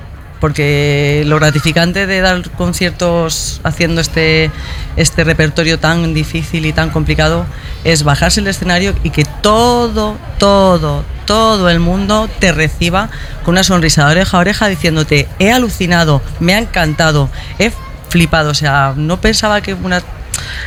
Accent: Spain; A ser, siendo española, y aunque llevo hablando inglés muchos años, porque también he tenido trabajos en los que he tenido que hablar en inglés, no soy nativa

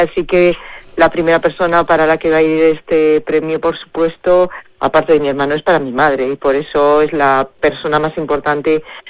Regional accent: Spain; moved away; la niña que fui yo en Maide y que me crié en Maide

